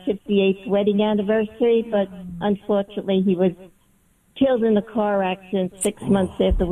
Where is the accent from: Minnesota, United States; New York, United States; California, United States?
New York, United States; accent: Brooklyn; Excuse my Brooklyn accent.